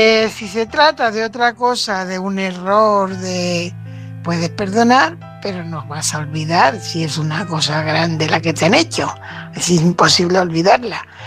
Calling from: Fuenlabrada, Community of Madrid, Spain; corresponsal de Fuenlabrada.

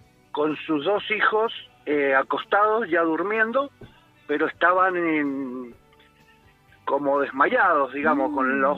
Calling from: Guaymallén, Mendoza, Argentina; Yo soy de Villanueva, Güemayén. En este momento ando acá por Rodeo del Medio.

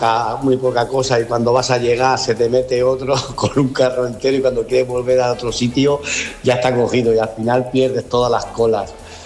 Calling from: Torrevieja, Valencian Community, Spain; de Torrevieja.

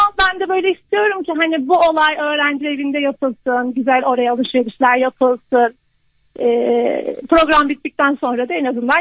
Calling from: Ankara, Turkey; Ankara'dan arıyorum.

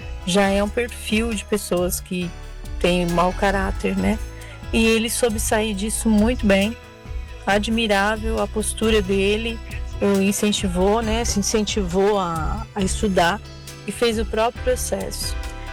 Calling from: Mococa, São Paulo, Brazil; Eu falo de Mococa.

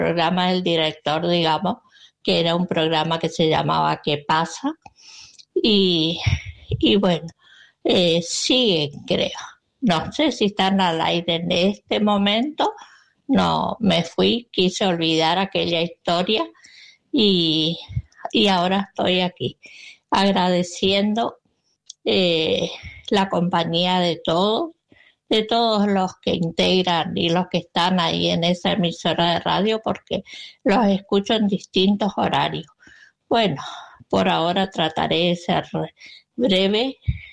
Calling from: Resistencia, Chaco, Argentina; de Resistencia

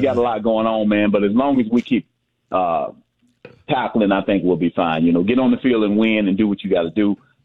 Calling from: Alabama, United States; I'm from Walker County.

